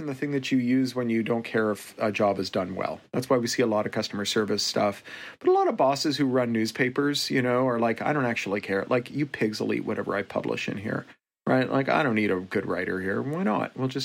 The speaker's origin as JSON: {"language": "English", "country": "Canada", "said": "I'm also Canadian, like all the best Americans."}